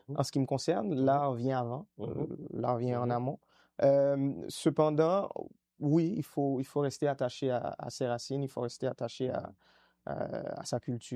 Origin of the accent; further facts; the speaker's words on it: Haiti; quand on se rappelle de nos racines, nous, Haïtiens, nous venons de l'ouest de l'Afrique